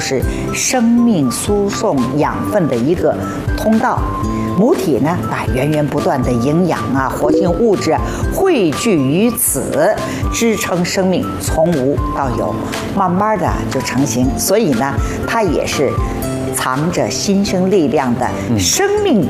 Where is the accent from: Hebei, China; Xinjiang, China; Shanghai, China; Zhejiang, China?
Shanghai, China; accent: Shanghainese; 我们上海话叫牛龙松，就是肉馅儿。